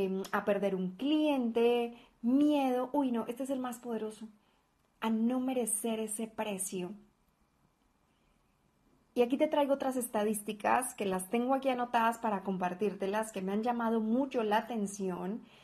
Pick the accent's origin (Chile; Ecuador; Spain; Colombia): Colombia; now in Guadalajara, Mexico; colombiana viviendo en Guadalajara, México.